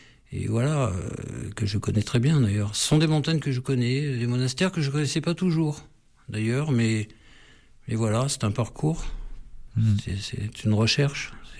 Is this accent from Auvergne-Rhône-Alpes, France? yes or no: yes; Grenoble, Auvergne-Rhône-Alpes, France; Oui, parce que d'abord moi je suis de Grenoble, et ensuite j'ai toujours été sensible à la montagne